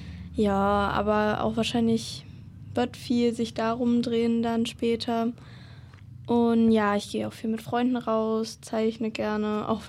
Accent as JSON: {"language": "German", "region": "Thuringia", "country": "Germany", "said": "Tiefenort und Baser gehe ich halt hin, weil ich komme halt aus der Region so."}